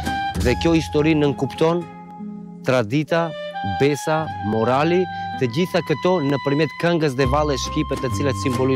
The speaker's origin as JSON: {"language": "Albanian", "country": "Albania", "said": "Ne zakonisht nga kjo pjesë jemi toskë."}